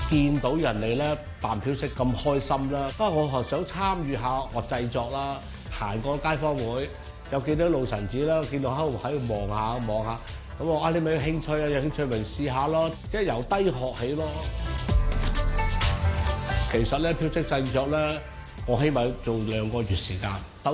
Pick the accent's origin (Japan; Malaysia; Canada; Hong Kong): Hong Kong; 是长洲北社街坊会的主席，我在长洲出世的。